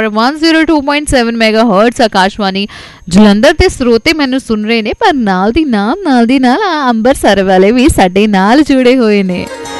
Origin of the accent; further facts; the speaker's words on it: Punjab, India; accent: Doabi; ਅਸੀਂ ਦੁਆਬੇ ਵਾਲੀ ਸਾਈਡ ਰਹਿੰਦੇ ਹਾਂ, ਦੁਆਬੀ ਭਾਸ਼ਾ ਬੋਲਦੇ ਹਾਂ